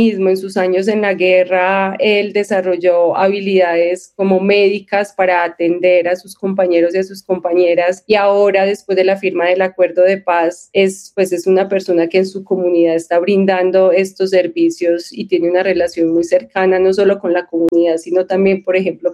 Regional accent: Colombia; son representaciones finalmente de lo que somos como colombianos.

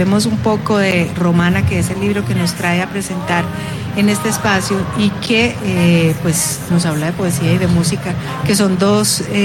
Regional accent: Itagüí, Antioquia, Colombia; Soy de Itagüí, sí.

